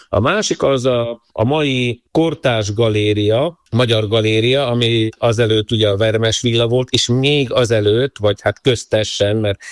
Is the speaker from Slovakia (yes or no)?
yes; Dunajská Streda, Trnava Region, Slovakia; ahogy az benni szokott a 60-as évek végén, amikor én is születtem, ez a lakótelep bedurrant, és ugye így indult az életem itt a Szeveredjen. Dunaszerdahely pedig ugye annyit kell tudni, hogy Csallóköz szívében